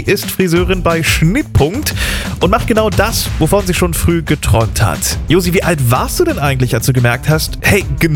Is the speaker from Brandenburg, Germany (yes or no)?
yes; Brandenburg, Germany; so sind wir Brandenburger